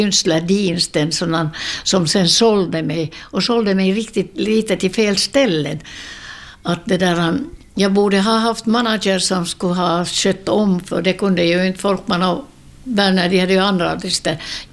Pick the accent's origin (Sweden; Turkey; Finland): Finland